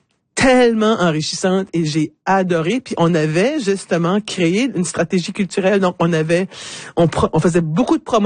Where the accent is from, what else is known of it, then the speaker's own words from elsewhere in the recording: Moncton, New Brunswick, Canada; also born or lived in Dieppe, Canada; C'est que je suis revenue à chez moi à Moncton, je vivais à Dieppe à ce moment-là.